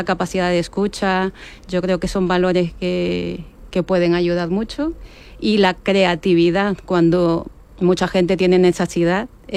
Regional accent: Lima, Peru; now in Spain; mi rincón favorito es mi ciudad de origen, Lima, que me hace recordar que cada vez que vuelvo, mis raíces

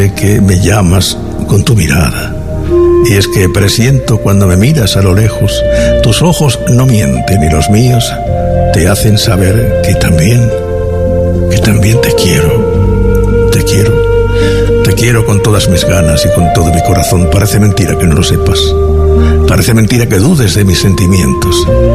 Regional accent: Spain; Me siento español porque soy español y porque amo mi bandera

